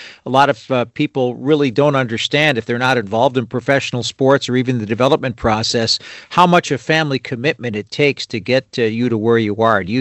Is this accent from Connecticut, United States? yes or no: yes; Connecticut, United States; Quinnipiac University in my home state of Connecticut.